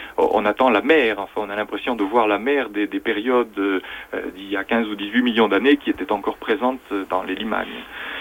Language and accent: French; Paris, Île-de-France, France; born there; moved away as an adult; Moi, je suis parti de Paris à 20 ans. J'avais fait des études à Paris. J'étais né à Paris bêtement, et puis j'avais des vacances en Auvergne.